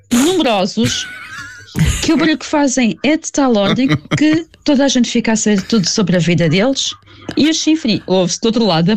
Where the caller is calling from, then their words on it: Seixal, Lisbon, Portugal